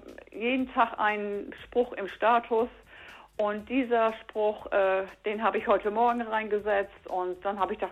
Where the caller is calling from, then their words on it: Großmidlum, Lower Saxony, Germany; Ich rufe aus Großmittlum an.